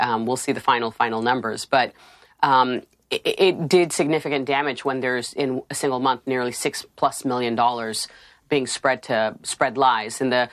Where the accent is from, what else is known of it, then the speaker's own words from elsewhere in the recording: New York, United States; born there; Yeah, I'm an American through and through, born in New York, raised by Uncle Sam in the foster care system.